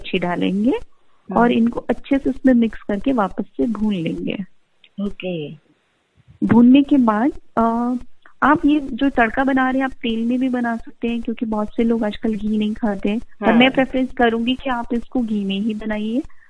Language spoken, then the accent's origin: Hindi; Rajasthan, India; क्योंकि दाल बाटी के साथ हम राजस्थानी लोगों को कुछ तो चटकारा चाहिए ही